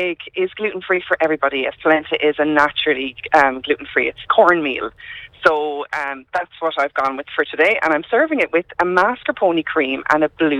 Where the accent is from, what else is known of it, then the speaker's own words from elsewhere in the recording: Connacht, Ireland; I am from originally beside the Beaten Path in Bryce, but I'm living now in Ballyvery.